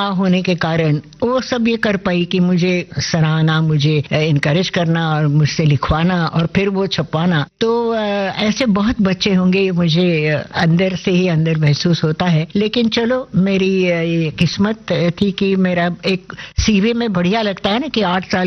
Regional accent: Pune, Maharashtra, India; also born or lived in Lucknow; हाँ पुणे आ गई और नाना के पास, मतलब अपने पिता के पास, मेरे नाना अप्पा नाम कहते थे, और तब से मैं उनकी छत्र छाया में पली बड़ी।

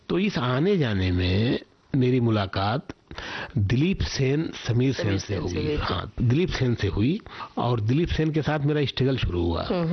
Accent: Surat, Gujarat, India; now in Mumbai, India; तो मैं सूरत से मुंबई आ गया 2001 फरवरी में

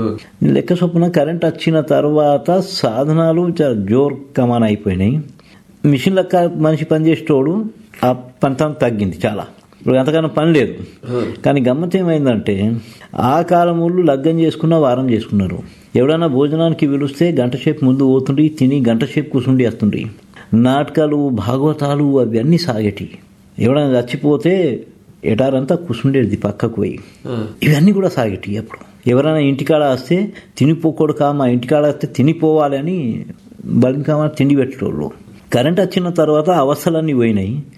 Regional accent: Adilabad, Telangana, India; born there; నేను పుట్టింది ఆదిలాబాద్లోనే.

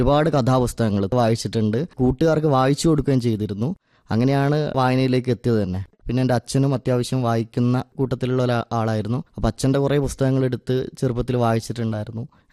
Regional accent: Mokeri, Kerala, India; born or raised there

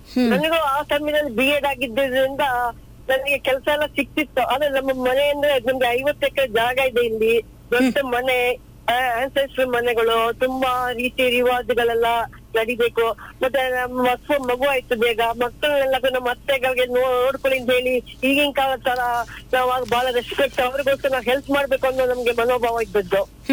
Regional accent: Mysore, Karnataka, India; ನಾನು ಅಂದ್ರೆ, ನಾನು ಆಕ್ಚುಲಿ ನಾನು ಹುಟ್ಟಿದ್ದು ಬೆಳೆದಿದ್ದೆಲ್ಲ ಮೈಸೂರು ಮೇಡಮ್.

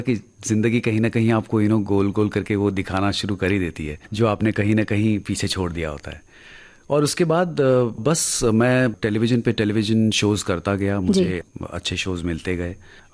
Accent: Srinagar, Jammu and Kashmir, India; now in Mumbai, India; क्योंकि बचपन आपका श्रीनगर में, मैं कश्मीरी पंडित हूँ, हम लोग श्रीनगर में पैदा हुए, वहाँ स्कूलिंग हुई, फिर उसके बाद हम जो वहाँ से निकले, फिर हम दूसरे, हम जम्मू में आकर स्थापित हो गए

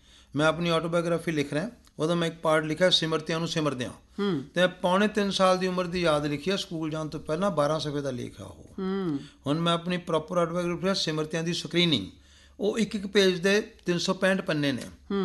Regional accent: Sanaur, Punjab, India; born there; also born or lived in Patiala; ਸਨੌਰ ਮੇਰੇ ਡੈਡੀ ਦੀ ਮਾਸੀ ਸੀਗੀ, ਉੱਥੇ 55 'ਚ ਮੇਰਾ ਬਰਥ ਹੋਇਆ, 60 'ਚ ਮੇਰੇ ਛੋਟੇ ਭਰਾ ਦਾ ਬਰਥ ਹੋਇਆ। ਫਿਰ ਅਸੀਂ ਪਟਿਆਲੇ ਸ਼ਿਫਟ ਕਰ ਗਏ

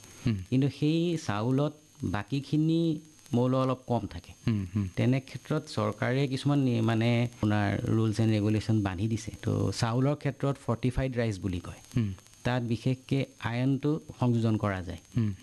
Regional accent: Assam, India; আমি অসমীয়া মানুহ হিচাপে আমি চাউলটোৰ ওপৰত বেছি গুৰুত্ব দিওঁ

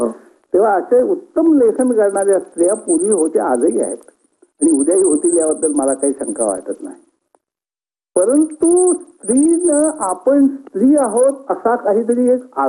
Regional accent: Mumbai, Maharashtra, India; मी मुंबईकर आहे, मुंबईकर म्हणजे मुंबईतच माझा जन्म झाला, मुंबईतच मी वाढलो, मुंबईतल्या गिरगावात माझं लहानपण गेलं, तिथे मी शिकलो, तिथे तिथल्या बहुरंगी समाजात मी जगतो आज.

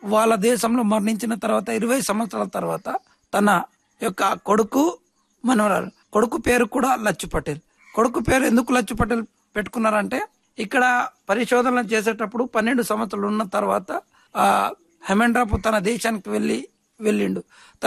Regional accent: Marlavai, Telangana, India

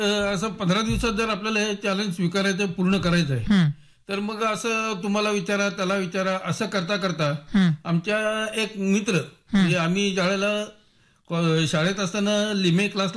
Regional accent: Sangli, Maharashtra, India; माझं बालपण सराफकटा इथं तानोडे पुस्तक दुकानच्या गल्लीमध्ये झालेलं आहे आणि आरवाडे स्कूलमध्ये माझं प्राथमिक शिक्षण झालेलं आहे.

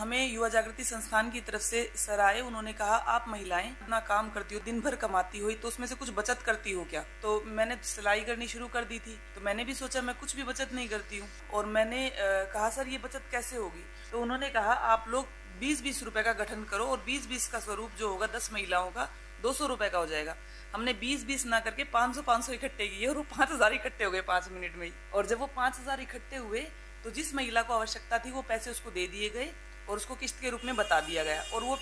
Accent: Bansur, Rajasthan, India; मैं ग्राम आलमपुर बांसुर अलवर की निवासी हूँ।

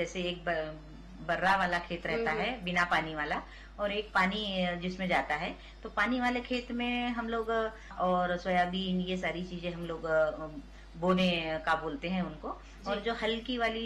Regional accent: Madhya Pradesh, India; हम लोग वैसे मुलताई तहसील से बिलोंग करते हैं। वहाँ पर एक गांव है पौनी करके, उस गांव के रहने वाले हैं।

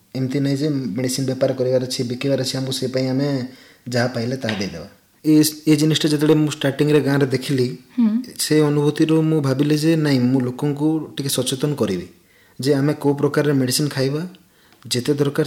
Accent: Utkela, Odisha, India; ମୋ ଗାଁ ଯେଉଁ ଉତ୍କେଲା ଅଛି

